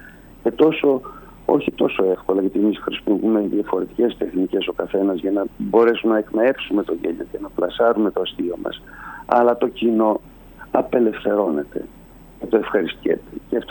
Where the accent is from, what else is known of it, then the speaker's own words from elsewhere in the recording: Greece; Εμείς ως Έλληνες